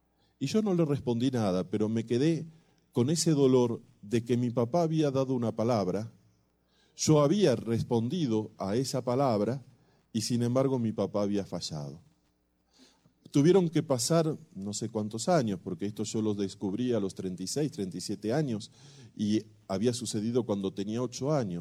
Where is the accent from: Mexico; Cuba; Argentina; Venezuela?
Argentina; Buenos Aires; yo vivía y vivo en la ciudad de Buenos Aires, pero cuando era chico teníamos también una casa de vacaciones en la costa